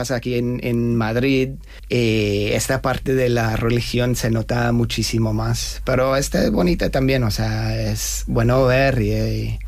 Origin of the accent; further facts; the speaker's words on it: Australia; Spanish is a second language; moved away as an adult; Sí, o sea, yo salí de Australia por primera vez con 18 años y viajaba. Bueno, viví en Londres un par de años y viajaba por Europa, África, Asia.